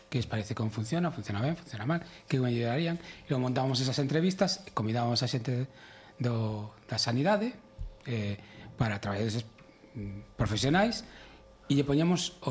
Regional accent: Santiago de Compostela, Galicia, Spain; now in Ferrol, Spain; Eu son compostelano de toda a vida, o que pasa cando tiven que vir a Ferrol por razóns prácticas, digamos.

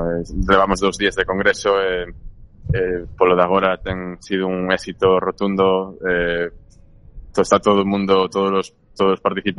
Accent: A Coruña, Galicia, Spain; Eu, sendo coruñés, pois sempre aboguei moito por facelo na Coruña

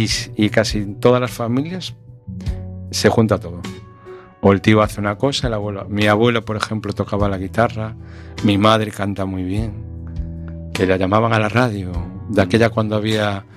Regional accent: A Coruña, Galicia, Spain; Sí, yo soy de aquí, de La Coruña. Pero mitad, mitad.

